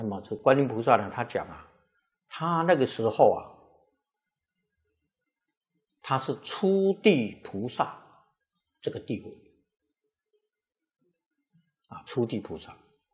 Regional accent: Taiwan; 你看那个澳洲呢，跟我们台湾人口差不多啊

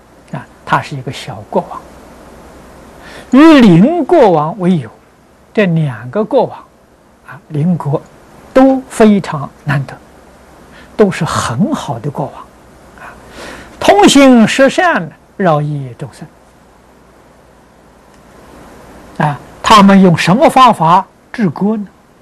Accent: China; 我们中国人讲虚岁

